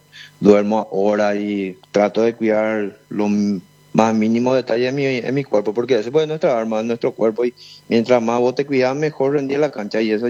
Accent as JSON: {"language": "Spanish", "town": "Valenzuela", "region": "Cordillera", "country": "Paraguay", "tie": "born or raised there", "moved": "yes", "lives_now": "Paraguarí, Paraguay", "said": "yo soy de Valenzuela, oriundo de Valenzuela, cordillera."}